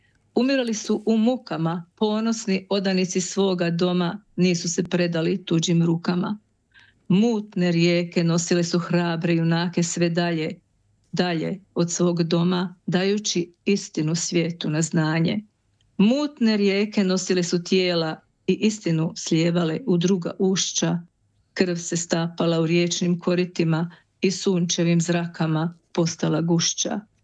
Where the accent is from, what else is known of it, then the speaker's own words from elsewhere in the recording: Croatia; also born or lived in Osijek / Vinkovci; kada čuju moj hrvatski jezik i da ja sad kažem, ja sam iz Hrvatske